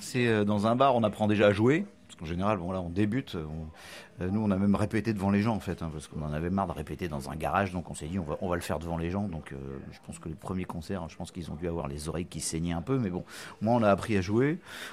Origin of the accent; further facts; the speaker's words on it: Brest, Brittany, France; also born or lived in Paris; Ouais, je suis né à Brest, ouais, j'ai passé mon enfance à Brest, après j'ai un peu bougé, voilà, Plougastel, Quimper, puis je suis revenu à Brest pour mes études